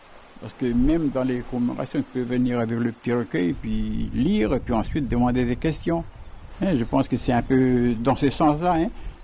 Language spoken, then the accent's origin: French; Ouvéa, Loyalty Islands Province, New Caledonia; même si je suis loin d'Ouvéa, de ma tribu, ben, je donne quand même mon témoignage.